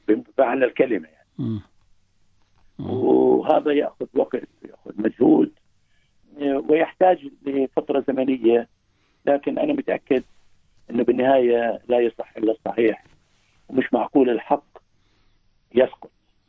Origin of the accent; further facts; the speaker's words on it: Beit Sahour, Bethlehem Governorate, Palestine; now in Europe; أنا من بيت ساحور